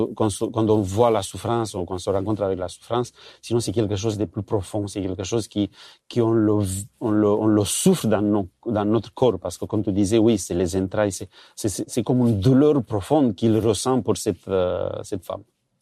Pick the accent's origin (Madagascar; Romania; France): Romania; moved away; Moi, j'ai grandi en Roumanie quand j'étais petit.